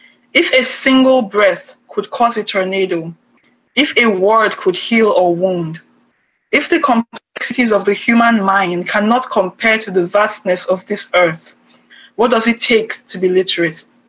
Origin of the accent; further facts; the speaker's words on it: Nigeria; accent: Nigerian; moved away; First, it was my accent, because I, when I came, I think I still have a very thick Nigerian accent. I don't think there's a Nigerian accent, but like a particular tribe, because I'm Igbo.